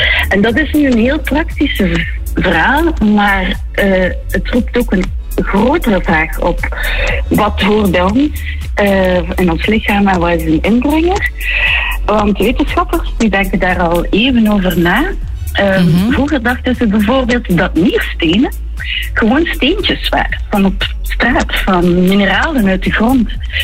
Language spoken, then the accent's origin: Dutch; Ghent, Flanders, Belgium; En als echte Gentenaar hoef je daar niet altijd.